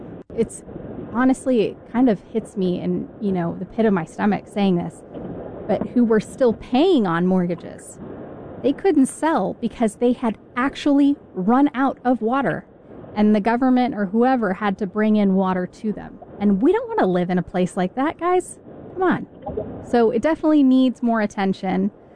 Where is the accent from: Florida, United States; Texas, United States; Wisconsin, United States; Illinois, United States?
Texas, United States; Not to always bash California, but I'm from Texas, so I'm going to bring up what I know, which is that in California...